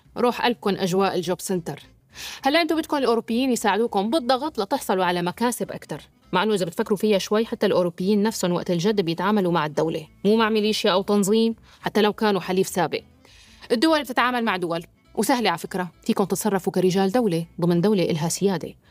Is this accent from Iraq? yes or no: no; Syria; كلنا كسوريين